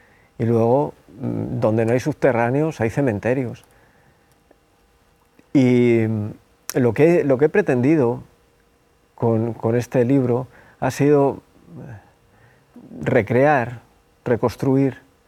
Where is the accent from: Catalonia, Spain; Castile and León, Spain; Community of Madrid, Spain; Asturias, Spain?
Community of Madrid, Spain; Madrid; born or raised there; moved away